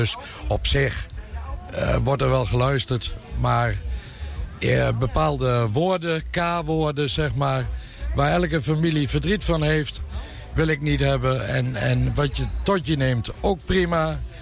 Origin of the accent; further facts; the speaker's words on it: Overijssel, Netherlands; Ik ben trots... dat ik uit Overijssel kom.